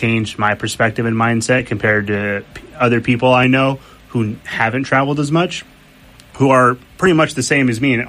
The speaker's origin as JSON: {"language": "English", "country": "Mexico", "tie": "born or raised there", "moved": "yes", "lives_now": "Wiesbaden, Germany", "said": "I grew up in Mexico. I didn't grow up in the United States."}